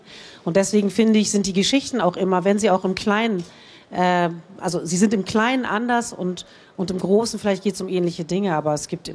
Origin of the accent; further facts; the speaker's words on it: Berlin, Germany; Also ich bin geboren worden in Steglitz und aber dann, also im Krankenhaus in Steglitz, aber bin dann erstmal in Schöneberg aufgewachsen, bis ich 6 war, in der Kurfürstenstraße 1.